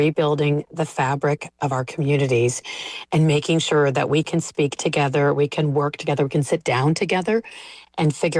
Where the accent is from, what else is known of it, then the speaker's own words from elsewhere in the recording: Michigan, United States; now in California, United States; I'm originally from Michigan, and I never understood how everything in California could cost so much. I've lived here for 23 years